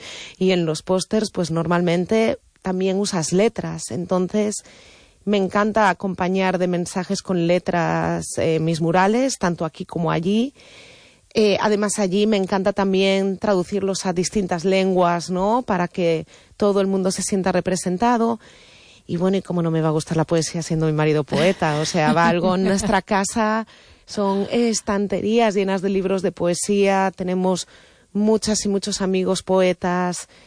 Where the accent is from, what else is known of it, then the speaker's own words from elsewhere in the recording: Vigo, Galicia, Spain; Del Calvario.